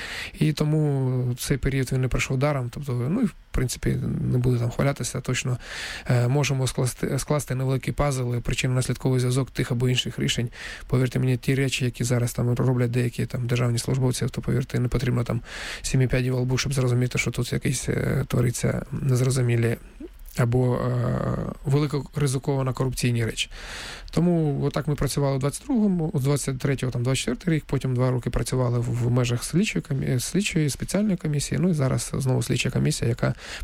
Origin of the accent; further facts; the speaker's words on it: Donetsk, Donetsk Oblast, Ukraine; тому що дійсно я сам з Донецька